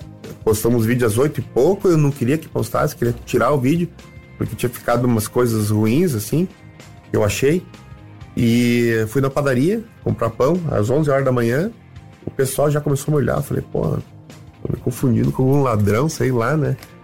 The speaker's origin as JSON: {"language": "Portuguese", "region": "Rio Grande do Sul", "country": "Brazil", "lives_now": "Curitiba, Brazil", "said": "Eu sou gaúcho, vou perder a identidade. Meio bairrista ainda, né? Tu vê, depois virei bairrista curitibano. Hoje eu sou curitibano. Me considero mais curitibano do que qualquer coisa."}